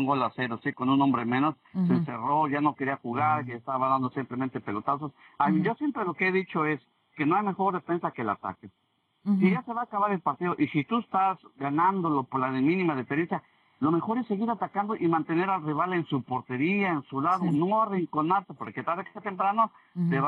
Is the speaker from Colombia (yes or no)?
no; Mexico; now in United States; nosotros como los mexicanos nos gusta celebrar